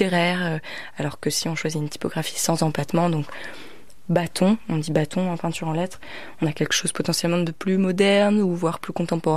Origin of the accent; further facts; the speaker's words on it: Poulrosier, Brittany, France; Moi j'aime bien faire le lien parce que j'ai grandi à Poulrosier